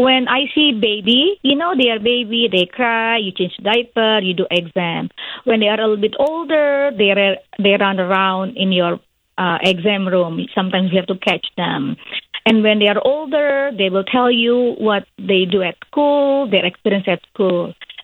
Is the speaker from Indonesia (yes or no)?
yes; Indonesia; now in Appleton, United States; I am originally from Indonesia, but I have been here for a long time. It's just my accent stays